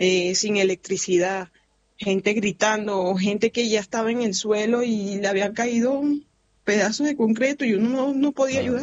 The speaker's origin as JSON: {"language": "Spanish", "country": "Venezuela"}